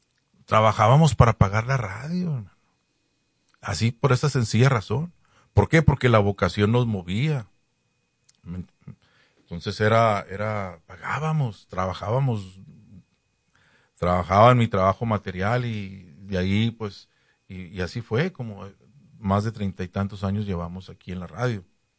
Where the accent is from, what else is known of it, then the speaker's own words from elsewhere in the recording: Ciudad Juárez, Chihuahua, Mexico; moved away; Hombre, hermano, pues yo soy de Juárez, ¿verdad?